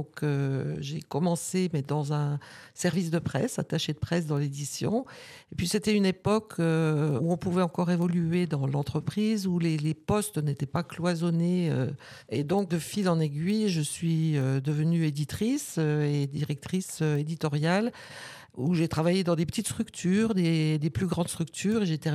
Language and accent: French; La Bresse, Grand Est, France; moved away as an adult; also born or lived in Nancy / United States / Paris; Je suis née à la Bresse. J'ai grandi à la Bresse. Je suis partie de la Bresse comme beaucoup de jeunes à mon époque, dans les années 70, pour faire mes études. À Nancy d'abord, des études en communication.